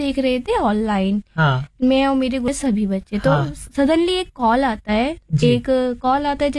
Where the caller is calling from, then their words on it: Moradabad, Uttar Pradesh, India; बोल रही हूँ मुरादाबाद से, मैं काशीराम की रहने वाली हूँ।